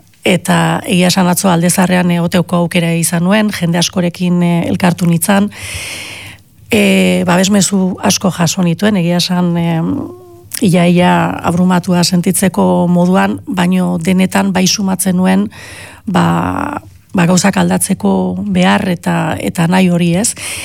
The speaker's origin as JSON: {"language": "Basque", "town": "San Sebastián", "region": "Basque Country", "country": "Spain", "said": "Ni oso donostiarra naiz."}